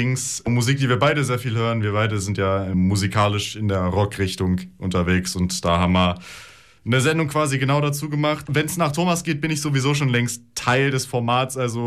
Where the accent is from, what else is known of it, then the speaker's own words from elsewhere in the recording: Baden-Württemberg, Germany; now in Saxony, Germany; Also ursprünglich komme ich nicht mal aus der Lausitz. Ursprünglich bin ich aus dem wunderschönen Schwabenländle in der Nähe von Ulm. Aber ich wohne in Sachsen jetzt schon seit etwa 7 Jahren.